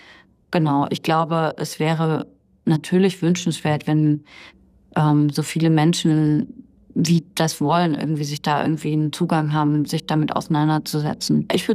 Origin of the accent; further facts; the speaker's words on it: East Germany, Germany; also ich komme einmal aus dem Osten Deutschlands